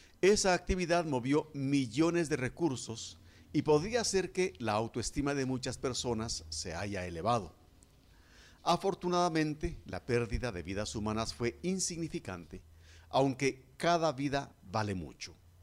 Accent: Guatemala; Porque al final de la cuenta, somos los chapines quienes con nuestro apoyo y con el voto definimos quiénes ocuparán posiciones de autoridad.

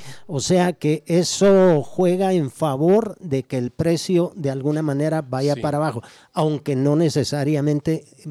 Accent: Guatemala; nosotros también como chapines

